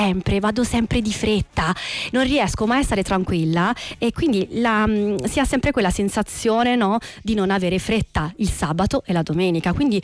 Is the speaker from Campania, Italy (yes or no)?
yes; Salerno, Campania, Italy; io sono di Salerno